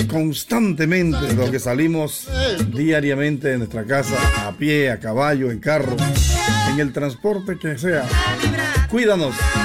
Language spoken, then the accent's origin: Spanish; Santiago, Veraguas, Panama; moved away; Ese soy yo